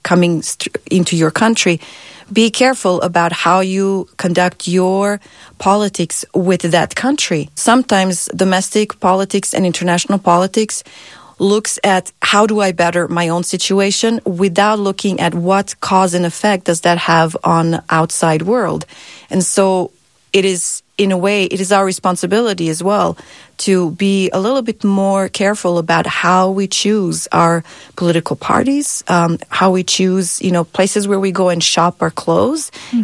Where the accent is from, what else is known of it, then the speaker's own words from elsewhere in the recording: Republika Srpska, Bosnia & Herzegovina; English is a second language; I was born and raised on the Serbian side.